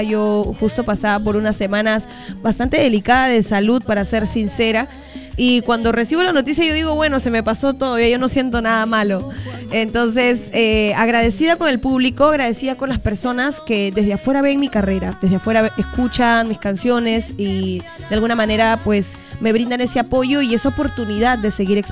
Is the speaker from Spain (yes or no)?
no; Peru; Totalmente, somos producto peruano